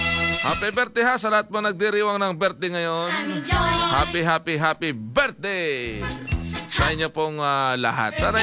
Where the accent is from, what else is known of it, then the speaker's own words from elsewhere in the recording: Mimaropa, Philippines; kababata ko, dahil ako ay laking Los Biminda.